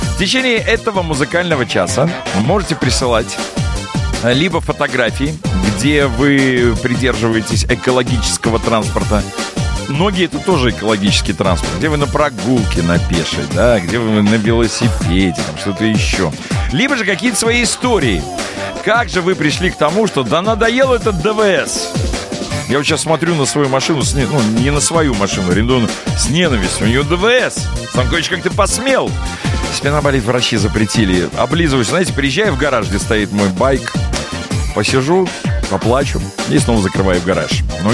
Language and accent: Russian; Belarus; мы, замечательные белорусы